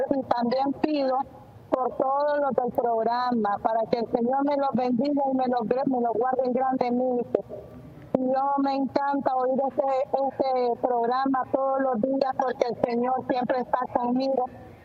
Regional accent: Matagalpa, Nicaragua; Bueno, yo soy de Matagalpa, Nicaragua.

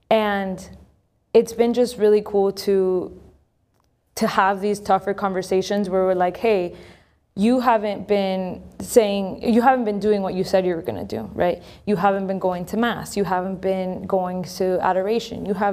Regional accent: Miami, Florida, United States; growing up in Miami

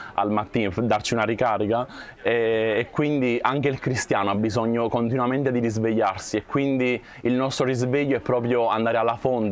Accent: Pompei, Campania, Italy; sono un seminarista e vengo da Pompei.

